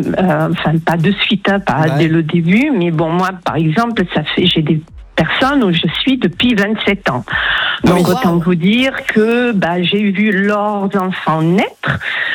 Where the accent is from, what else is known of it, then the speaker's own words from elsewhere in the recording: Toulouse, Occitanie, France; Alors, je suis de Toulouse, au soleil.